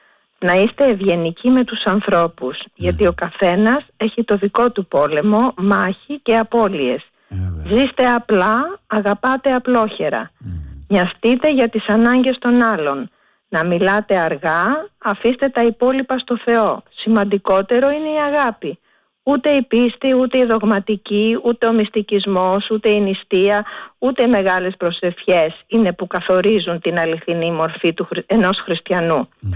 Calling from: Piraeus, Attica, Greece; από Πειραιά.

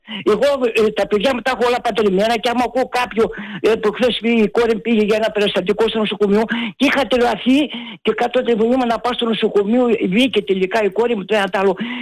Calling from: Greece

